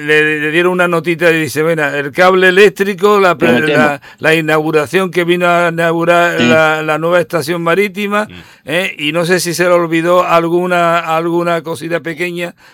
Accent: Ceuta, Spain; 80.000 ciudadanos que somos los de Ceuta

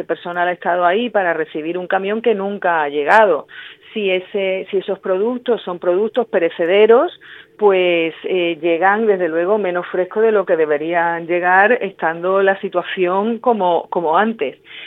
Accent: Ceuta, Spain; lo que tenemos que seguir exigiendo es un parking exclusivo para las mercancías de Ceuta, porque somos españoles.

